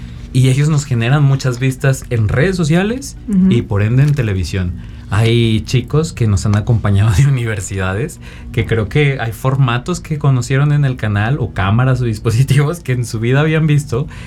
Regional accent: Huasteca, Mexico; los usos y costumbres, las tradiciones de mi Huasteca

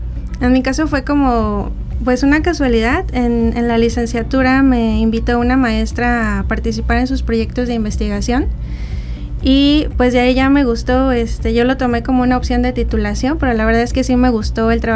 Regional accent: Guanajuato, Mexico; moved away as an adult; also born or lived in Querétaro; Yo soy de Guanajuato, estudié la licenciatura en Querétaro, y también un poco seguir viajando, pues me fui al norte del país ahora para hacer los estudios de posgrado

